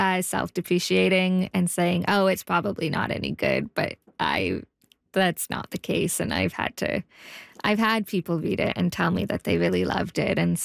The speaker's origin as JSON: {"language": "English", "town": "Vancouver", "region": "British Columbia", "country": "Canada", "tie": "born or raised there", "moved": "as an adult", "lives_now": "Yellowknife, Canada", "said": "I'm born and raised in Vancouver, and as much as I love Yellowknife and this is my home now, Vancouver is my first home."}